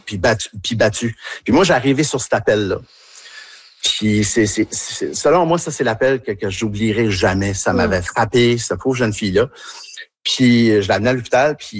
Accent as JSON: {"language": "French", "region": "New Brunswick", "country": "Canada", "said": "Puis moi aussi, en tant qu'Acadien, fier Acadien, t'sais, j'ai même été vice-président de la Société de l'Acadie du Nouveau-Brunswick."}